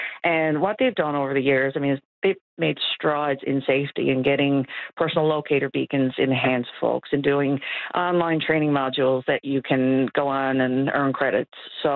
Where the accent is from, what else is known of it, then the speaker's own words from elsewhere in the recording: Bonavista, Newfoundland and Labrador, Canada; I grew up around Bonavista